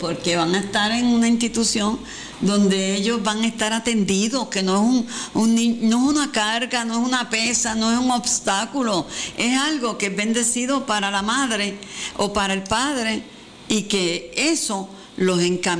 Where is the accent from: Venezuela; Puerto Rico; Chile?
Puerto Rico; San Germán; Yo soy de San Germán, yo soy de la ciudad donde la universidad ha graduado tanta más gente, donde hemos recibido del mundo entero estudiantes